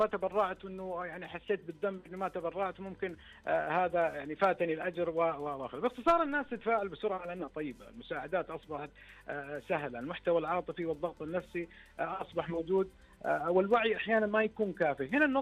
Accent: Saudi Arabia; إحنا كمجتمع سعودي

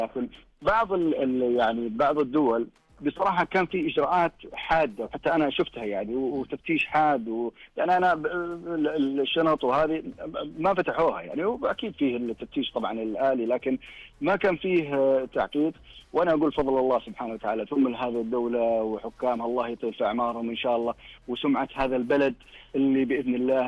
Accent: Saudi Arabia; أنا من السعودية

